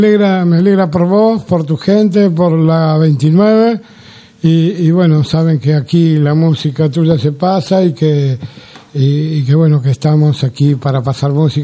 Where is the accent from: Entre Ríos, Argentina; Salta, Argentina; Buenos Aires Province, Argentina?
Buenos Aires Province, Argentina; San Miguel; yo también soy de San Miguel.